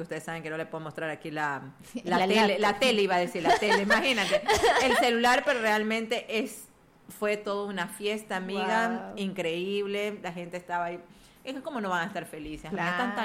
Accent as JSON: {"language": "Spanish", "country": "Ecuador", "said": "nosotros como ecuatorianos teníamos la guatita, la cebollada."}